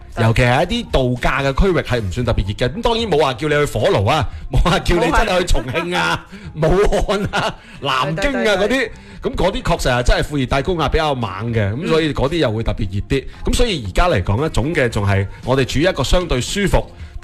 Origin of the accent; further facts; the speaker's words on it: Guangdong, China; 所以作为广东人